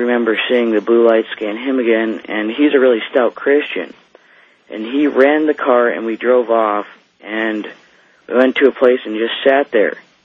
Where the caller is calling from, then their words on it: Missoula, Montana, United States; I am from Missoula, Montana.